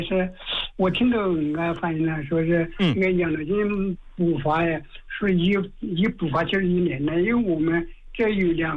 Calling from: Tianmen, Hubei, China; 我们来自天门。

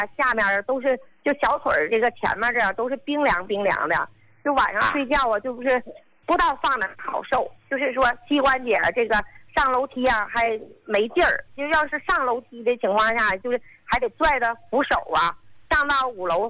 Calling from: Qinhuangdao, Hebei, China

